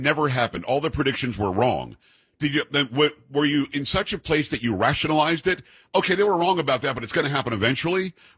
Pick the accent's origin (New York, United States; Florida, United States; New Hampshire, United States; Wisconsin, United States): Florida, United States; I grew up in South Florida and we had hurricanes when I was growing up.